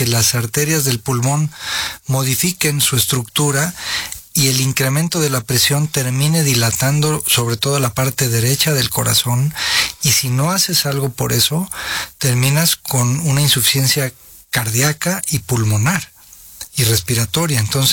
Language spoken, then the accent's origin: Spanish; Mexico